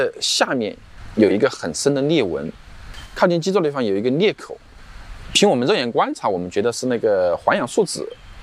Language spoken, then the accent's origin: Chinese; Chongqing, China; 作为一个重庆人